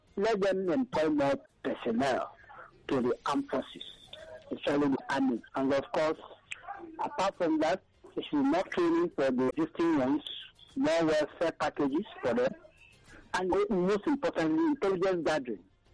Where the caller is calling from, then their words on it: Abaranje, Ikotun, Lagos, Nigeria; I'm calling from Abanajo in Ikoto.